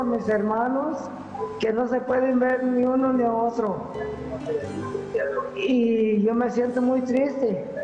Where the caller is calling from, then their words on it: Atotonilco El Alto, Jalisco, Mexico; Acá soy de municipio de Atotonilco